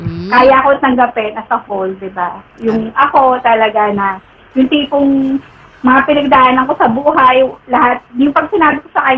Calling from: San Mateo, Calabarzon, Philippines; I am from San Mateo, Rizal.

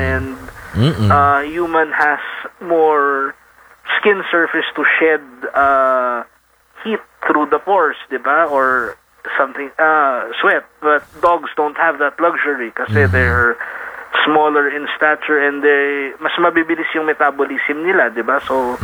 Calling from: Imus, Calabarzon, Philippines; dito sa amin sa Imus Cavite.

